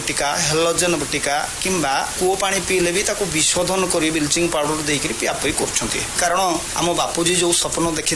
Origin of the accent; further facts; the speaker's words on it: Digarestia, Odisha, India; ଆମ ଗାଁ ହଉଛି ଦିଗରେସ୍ତିଆ, ଗ୍ରାମ ପଞ୍ଚାୟତ ଗୌଡ଼ମା ଏବଂ ବ୍ଲକ ହଉଛି କୁଳିଆଣା।